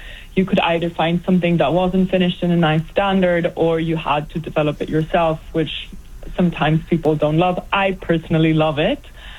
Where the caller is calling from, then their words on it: Greece; Hi, Dottie. I'm dialing in from Greece.